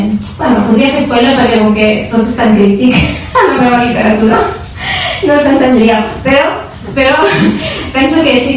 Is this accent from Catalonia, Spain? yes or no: yes; Barcelona, Catalonia, Spain; Jo soc de Nou Barris, que és ara de l'Extrarradio